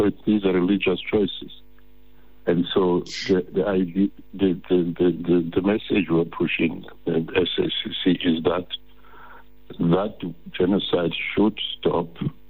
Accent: South Africa

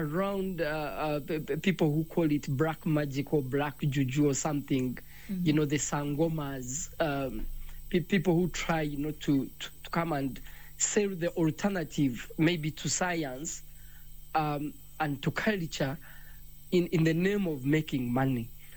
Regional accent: Uganda; I'm from Uganda.

